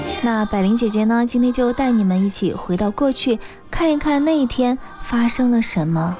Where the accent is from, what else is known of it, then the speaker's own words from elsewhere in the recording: China; 我们中国人